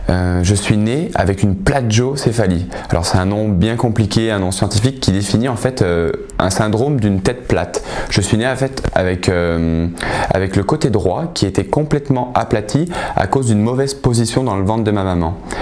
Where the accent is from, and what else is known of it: Oyonnax, Auvergne-Rhône-Alpes, France